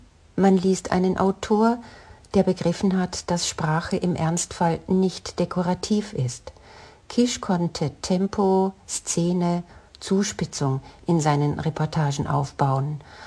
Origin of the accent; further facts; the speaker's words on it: Austria; Ich bin Österreicherin und verbringe jedes Jahr viele Monate in Spanien.